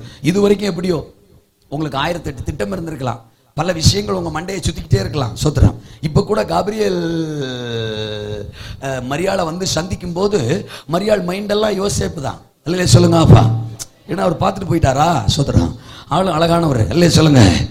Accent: Mayiladuthurai, Tamil Nadu, India; நான் மாயவரத்துக்காரன்

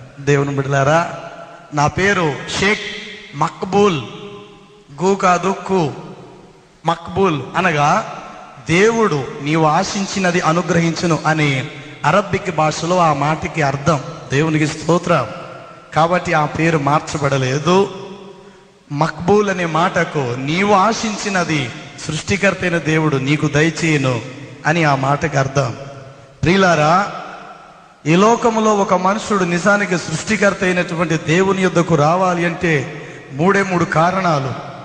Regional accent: Rajahmundry, Andhra Pradesh, India; మా స్వగ్రామం Rajahmundry మస్జీద్ centre, Jampeta మస్జీద్ centre. ఇప్పటికి కూడా మా బంధువులు చాలామంది, కొందరు ఆ మస్జీద్కి వెళ్తున్న వారు ఉన్నారు.

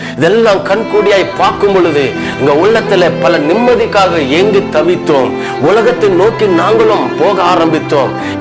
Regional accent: Andhra Pradesh, India; also born or lived in Chinnur, Tamil Nadu; அந்த கிராமத்துல தான் என் அன்பு அப்பா அம்மாவுக்கு நாங்கள் பிறந்தோம். அந்த இடத்துல தான் நான் சின்ன குழந்தையா இருக்கிற வேலையிலே எங்க அப்பா அம்மா நாங்க சின்ன வயதுல இருக்கிற நேரத்திலேயே ஆந்திரா பகுதியில வந்து வியாபாரம் செய்ய வேண்டும்

